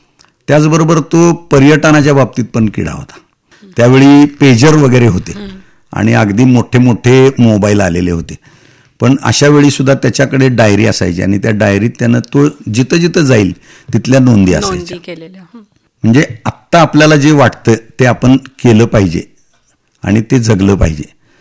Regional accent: Sangli, Maharashtra, India

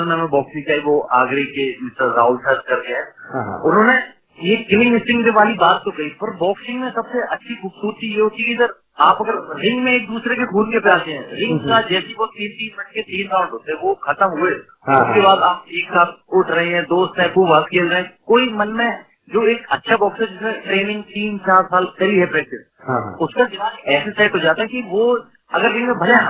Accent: Agra, Uttar Pradesh, India; Sir basically father police में थे तो आगरा ऐसे यहाँ पर पापा की पोस्टिंग थी। हम बेसिकली डावा के रहने वाले हैं।

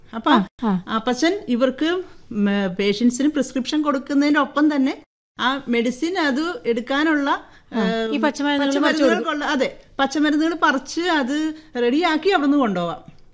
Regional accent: Thodupuzha, Kerala, India; എന്റെ നാട് തൊടുപുഴയാണ്.

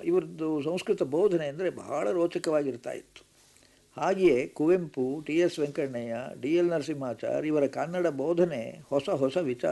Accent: Keralapura, Karnataka, India; ಹುಟ್ಟೂರು ಕೇರಳಾಪುರ, ಅಕ್ಕಲಗೂಡು ತಾಲೂಕು, ಹಾಸನ ಜಿಲ್ಲೆ.

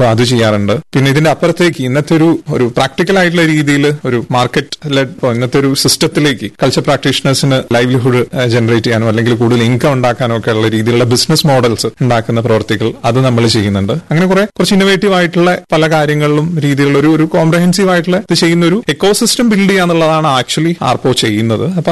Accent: Kozhikode, Kerala, India; moved away as an adult; also born or lived in Delhi; ഞാൻ വരുന്നത് കോഴിക്കോട് നിന്നാണ്. നമ്മുടെ കൊളോണിയലിസ്റ്റിന്റെ ഹിസ്റ്ററി പറയുകയാണെങ്കിൽ അത് തുടങ്ങുന്ന ഒരു സ്ഥലമാണ് കോഴിക്കോട് എന്ന് പറയുന്നത്.

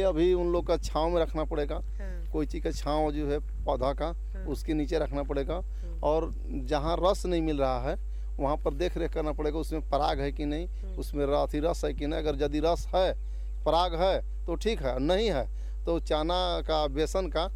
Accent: Garhwa district, Jharkhand, India; घर गोंदा मिराल प्रखंड जिला गढ़वा के रहने वाले हैं।

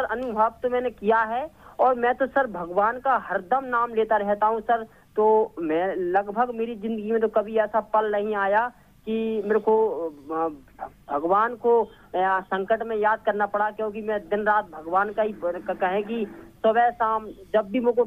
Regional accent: Madhya Pradesh, India; बिल्कुल सर, हमारे यहाँ जिला है मेरा, मेरे गाँव से 50 किलोमीटर

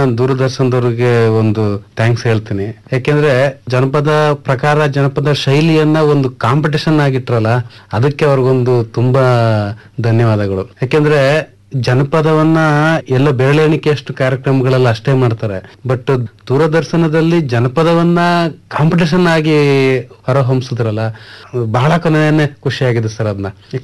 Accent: Bigowdigere, Karnataka, India; Sir, Mandya ಜಿಲ್ಲೆ, ಮಂಡ್ಯ ತಾಲೂಕು, ಬಿಗೌಡಿಗೆರೆ ಗ್ರಾಮದ sir.

